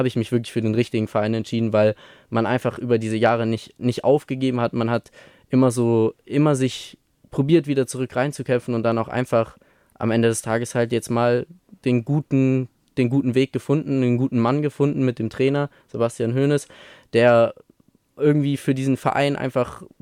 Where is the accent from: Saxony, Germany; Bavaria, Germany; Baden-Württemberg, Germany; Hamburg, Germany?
Baden-Württemberg, Germany; Stuttgart; born there